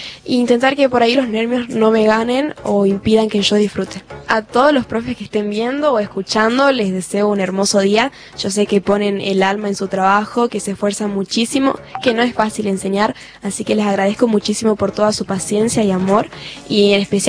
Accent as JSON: {"language": "Spanish", "region": "Jujuy", "country": "Argentina", "said": "La idea es quedarme acá en Jujuy, amo a Jujuy, es mi tierra y yo no me podría ir de acá, la verdad."}